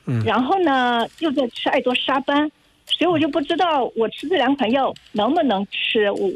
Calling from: Xiamen, Fujian, China; 我是厦门的啊。

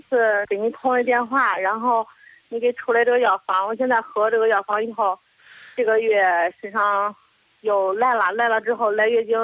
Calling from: Xingtai, Hebei, China; 河北邢台的

